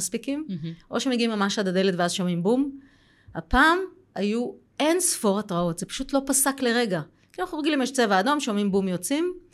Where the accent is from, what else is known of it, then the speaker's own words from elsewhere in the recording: Mefalsim, Southern District, Israel; אני מקיבוץ מפלסים. נראה לי שאין מישהו היום במדינה שלא יודע איפה זה קיבוץ מפלסים.